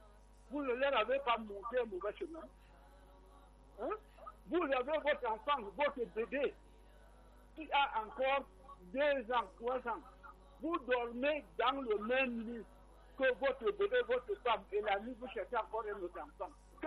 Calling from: Cameroon; Sommes Africains, nous sommes Camerounais.

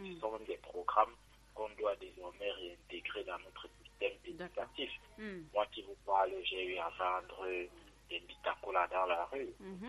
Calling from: Cameroon; Je suis un jeune Camerounais

